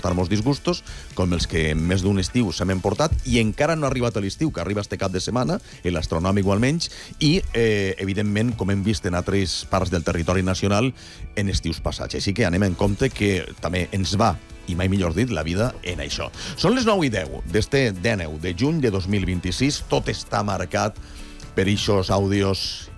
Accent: Alcoy, Valencian Community, Spain; dels alcoians que som els bilbaïns de la Comunitat Valenciana.

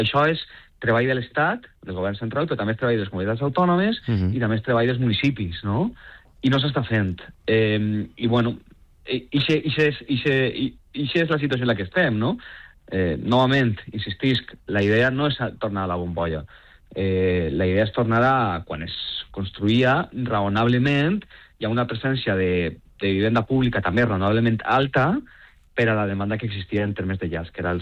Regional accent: Valencia, Valencian Community, Spain; moved away; jo soc del Cabanyal, conec molt bé el cas del Cabanyal, perquè és el barri del que soc jo no visc allí ja, però he viscut allà

